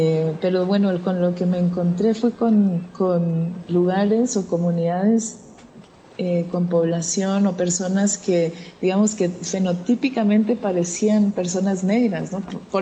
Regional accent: Tamaulipas, Mexico; now in Chiapas, Mexico; yo no crecí en una comunidad negra, yo crecí en Tamaulipas

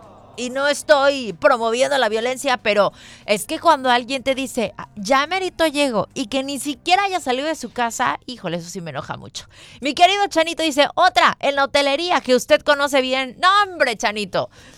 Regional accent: Mexico; si la hemos preparado siendo mexicanos

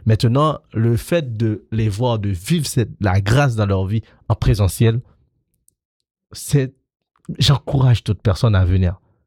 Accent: Haiti; now in France; je suis né en Haïti, j'ai grandi en Haïti

